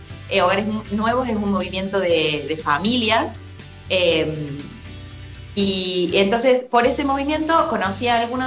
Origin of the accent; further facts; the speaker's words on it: Alejandro Roca, Córdoba, Argentina; Yo soy de Alejandro Roca, un pueblito que está a 80 kilómetros de Río Cuarto, estoy a una horita de viaje. Y yo crecí acá en mi Alejandro Amado, en la parroquia Nuestra Señora de la Asunción.